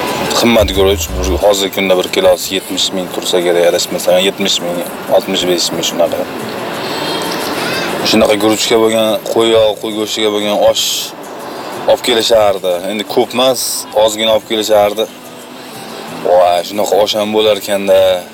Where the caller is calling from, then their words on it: Kokand, Fergana Region, Uzbekistan; biz Qo'qonda Dasasariq degan guruch bor.